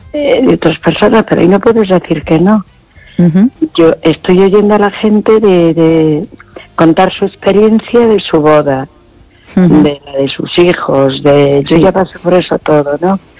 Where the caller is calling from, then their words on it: Villagarcía, Spain; De Villagarcía.